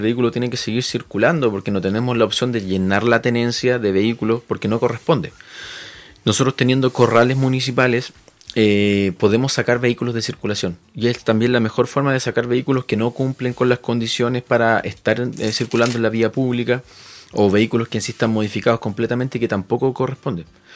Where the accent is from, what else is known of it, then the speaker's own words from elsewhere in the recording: Chile; para nosotros como todo chileno